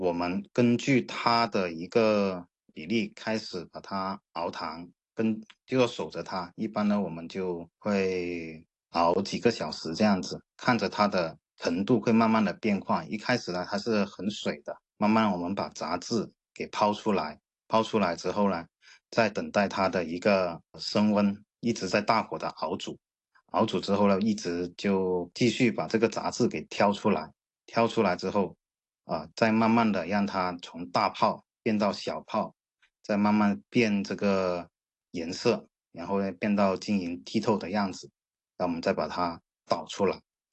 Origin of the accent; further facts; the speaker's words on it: Guangzhou, Guangdong, China; 然后我们增城呢也是一个甘蔗的一个产区啊，我们小时候呢就有很多的一个糖厂在我们增城